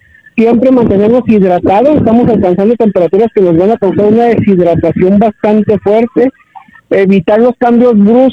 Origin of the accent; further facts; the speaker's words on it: Ciudad Juárez, Chihuahua, Mexico; nosotros como norteños, como juarenses